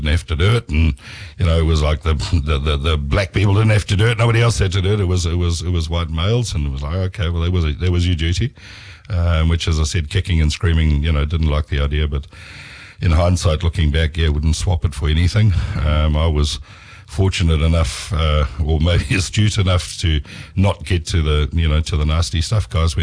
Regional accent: Zimbabwe; also born or lived in Tsumeb, Namibia; now in Taranaki, New Zealand; But we relocated, moved to Zimbabwe, then Rhodesia, at the ripe age of two. And that's kind of what I've sort of deemed to be my formative years, was growing up in, again, a small mining town, but in the really rural, you know, Zimbabwe countryside.

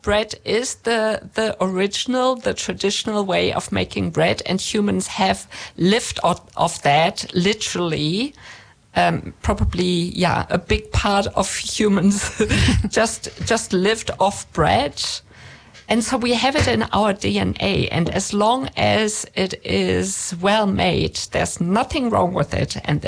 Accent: Germany; accent: German; moved away; So you can hear in my accent that I'm German. I grew up with really, really good bread.

